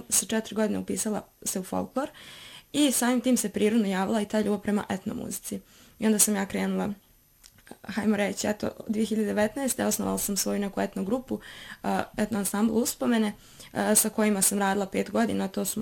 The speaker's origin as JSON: {"language": "Bosnian", "town": "Drvar", "region": "Federation of Bosnia and Herzegovina", "country": "Bosnia & Herzegovina", "tie": "born or raised there", "said": "Taj neki moj kao muzički put, u suštini ja sam odrasla u Drvaru."}